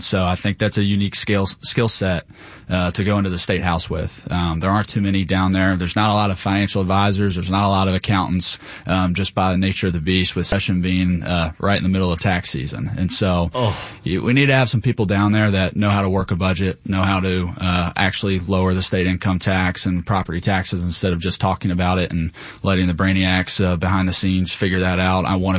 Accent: Milton, United States; So grew up right here in our state house district. So I grew up in Milton, went to Milton High School. My wife and I both did. We're high school sweethearts.

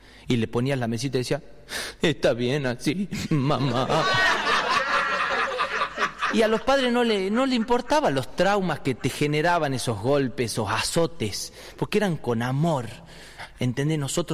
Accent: Tucumán, Argentina; yo tengo una mezcla rara porque tengo padres sanjuaninos y soy tucumano y son muy diferentes, son culturas diferentes porque el tucumano tiene como una cultura propia. El tucumano tiene idioma propio, que es el tucumano básico

